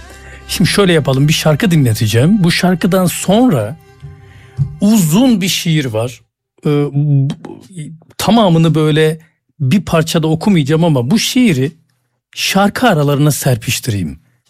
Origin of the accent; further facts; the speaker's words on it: Black Sea Region, Turkey; Karadenizli misiniz diye sordu bana. Ben Karadenizliyim dedim.